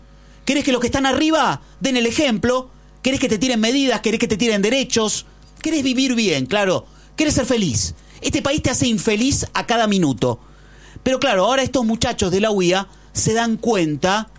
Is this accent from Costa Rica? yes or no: no; Argentina; somos todos argentinos que laburamos